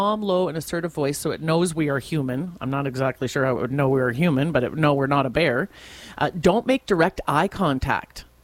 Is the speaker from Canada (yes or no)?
yes; Winnipeg, Manitoba, Canada; in Manitoba, where in the schools where we grew up in Winnipeg